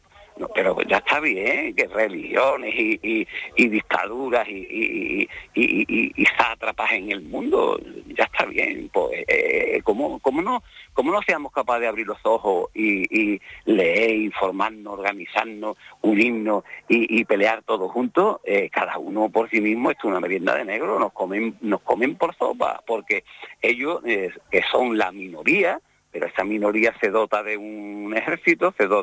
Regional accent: Andalusia, Spain; accent: Andalusian; Yo soy andaluz, hablo malamente, pero no es que hable malamente, es que hablo andaluz, porque soy andaluz

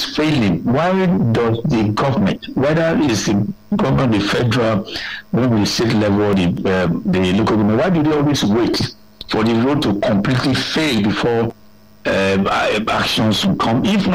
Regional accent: Afuze, Edo, Nigeria; now in Lagos, Nigeria; I actually left Lagos on Tuesday for Benin to my hometown, Afuze to Auchi back to Benin. It is from Benin City that I'm joining you on this broadcast.

